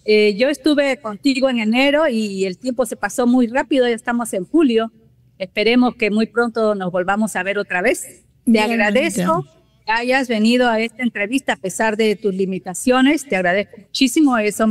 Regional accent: Bellavista, Callao, Peru; born there; En Bellavista, en el Callao, y corría

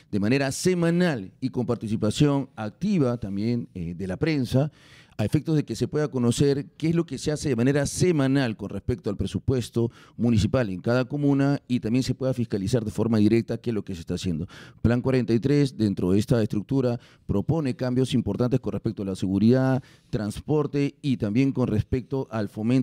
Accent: Lima, Peru; Soy vecino limeño

